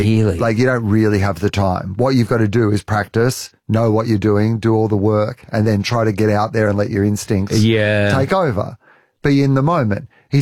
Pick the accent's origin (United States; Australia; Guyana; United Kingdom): Australia; I did gigs in New Zealand that very much are like as an Australian doing comedy in New Zealand.